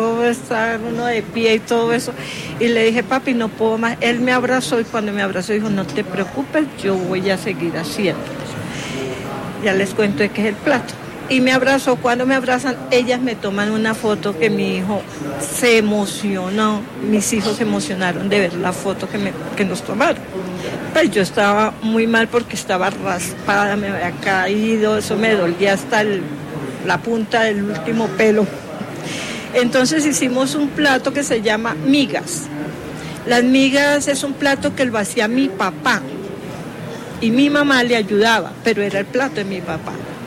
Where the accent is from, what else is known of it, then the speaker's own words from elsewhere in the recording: Girardot, Cundinamarca, Colombia; moved away; also born or lived in Bogotá; Nosotros somos de Girardot, nacidos y criados allá